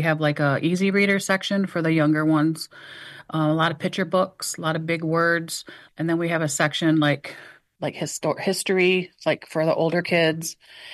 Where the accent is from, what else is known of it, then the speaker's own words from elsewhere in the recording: Mount Pleasant, Michigan, United States; I'm from the Saginaw Chippewa tribe in Mount Pleasant.